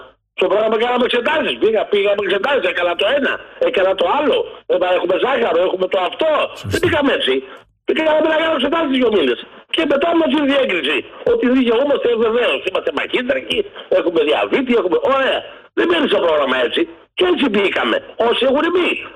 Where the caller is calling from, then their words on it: Peristeri, Attica, Greece; από το Περιστέρι.